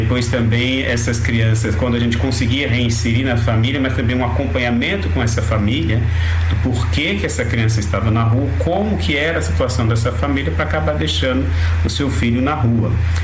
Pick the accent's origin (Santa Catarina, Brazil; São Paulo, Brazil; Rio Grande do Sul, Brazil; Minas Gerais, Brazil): São Paulo, Brazil; Eu sou de São Paulo, tem hora que eu falo o sinal, o semáforo, né?